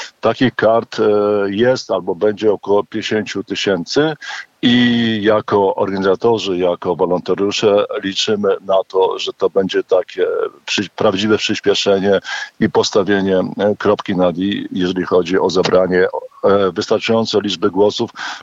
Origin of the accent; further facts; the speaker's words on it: Warsaw, Masovian Voivodeship, Poland; jako obywatel Warszawy, jako warszawiak